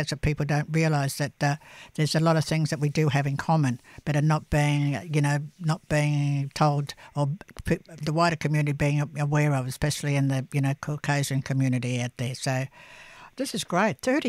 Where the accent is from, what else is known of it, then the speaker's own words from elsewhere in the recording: Nambour, Queensland, Australia; I was born Maroon. I'll die Maroon, you know. I grew up in Nambour on the Sunshine Coast, you know.